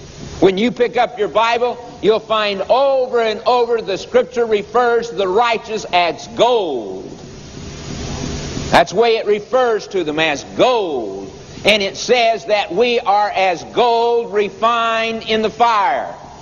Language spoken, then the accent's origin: English; Oklahoma, United States; Boy, I was raised in Oklahoma.